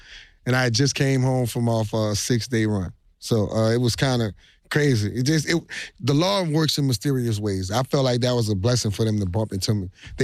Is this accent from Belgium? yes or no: no; New Orleans, Louisiana, United States; man, I'm from New Orleans, but I'm not going to sound like nobody from New Orleans.